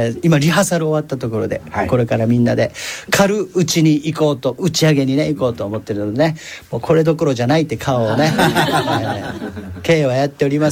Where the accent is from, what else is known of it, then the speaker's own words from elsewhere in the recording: Okinawa, Japan; moved away; まあまあ全員ね、沖縄出身ですけども